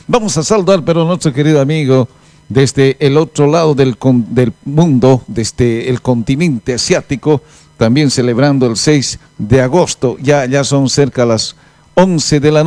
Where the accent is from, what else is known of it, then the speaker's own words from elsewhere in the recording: Bolivia; ¿qué somos los bolivianos ciudadanos de tercera?